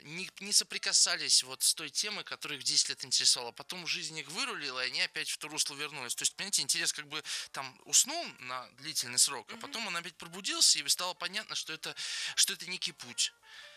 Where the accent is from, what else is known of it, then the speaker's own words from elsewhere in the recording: Moscow, Russia; born there; я родился в Москве